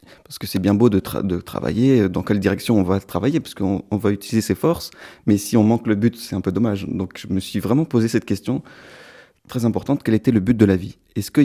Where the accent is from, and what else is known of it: Provence-Alpes-Côte d'Azur, France